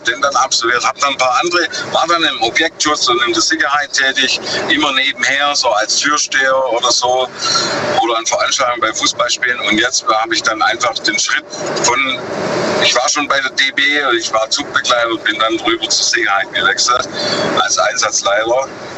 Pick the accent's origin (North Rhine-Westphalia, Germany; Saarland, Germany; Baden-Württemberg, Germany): Baden-Württemberg, Germany; Lenningen; Ich bin aus Lenningen.